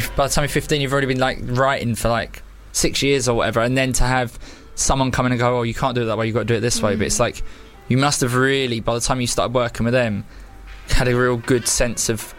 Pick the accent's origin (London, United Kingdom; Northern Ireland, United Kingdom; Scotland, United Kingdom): London, United Kingdom; now in East London, United Kingdom; I'm from South East London originally